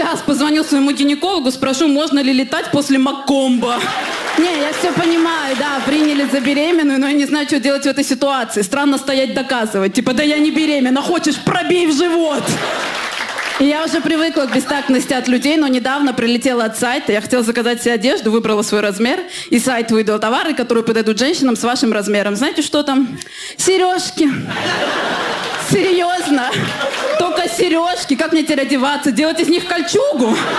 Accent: Armenia; Мне вообще часто прилетает, что я что-то не так делаю, как армянка.

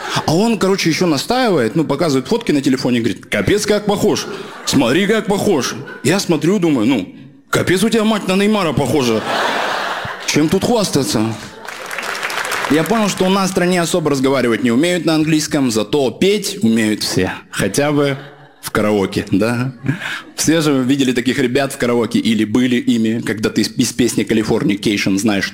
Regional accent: Omsk, Omsk Oblast, Russia; я сибирский татарин из города Омска.

